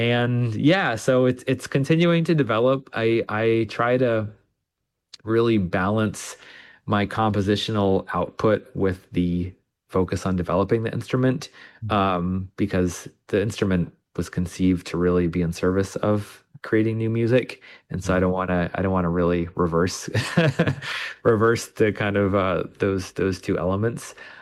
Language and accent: English; Plattsburgh, New York, United States; moved away as an adult; now in Charlottesville, United States; Ironically, it's also my hometown, where I grew up.